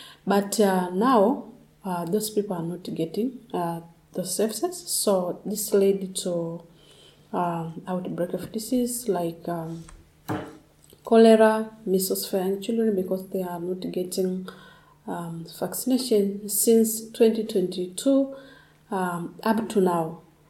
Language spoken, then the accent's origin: English; Tanzania; English is a second language; from Tanzania, northern part.